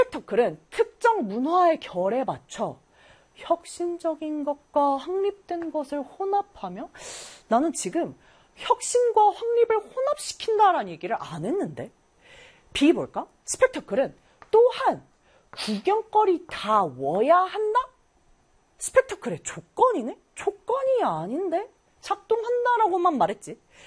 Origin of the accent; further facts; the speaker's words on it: South Korea; 선생님은 한국인. 나는 한국인의 사고를 가지고 있는 거야.